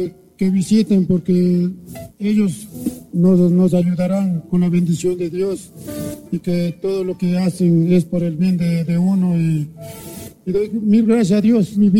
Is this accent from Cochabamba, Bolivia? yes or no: yes; Cochabamba, Bolivia; soy de Cochabamba